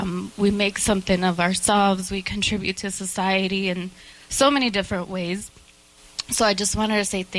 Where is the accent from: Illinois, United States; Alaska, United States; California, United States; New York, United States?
California, United States; Fresno; also born or lived in Los Angeles, United States; I was born in Los Angeles, raised here in Fresno. My whole life, I could say, soy salvadoreña. That's my roots.